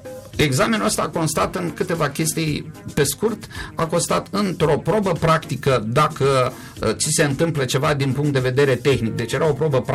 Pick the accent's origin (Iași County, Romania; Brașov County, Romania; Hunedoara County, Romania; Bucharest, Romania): Iași County, Romania; Iași; eu sunt ieșean la origine